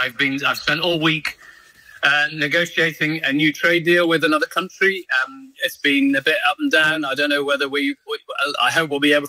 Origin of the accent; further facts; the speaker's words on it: Wales, United Kingdom; I'm a Welshman